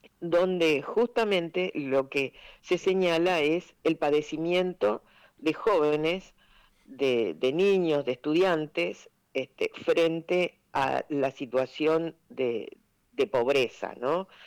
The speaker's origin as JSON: {"language": "Spanish", "country": "Argentina", "said": "lo que somos como argentinos y argentinas"}